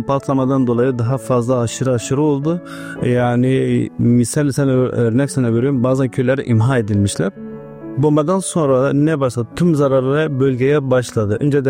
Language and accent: Turkish; Aleppo, Aleppo Governorate, Syria; moved away; Suriyeli mesajımda Türkmenim. 4 tane çocuğum vardır. 85 doğumluyum. Halepliyim.